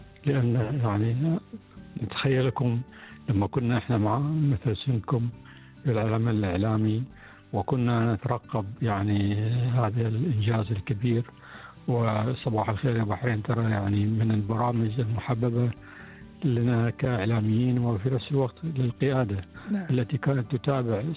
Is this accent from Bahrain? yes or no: yes; Bahrain; الإعلام عندنا في البحرين متطور،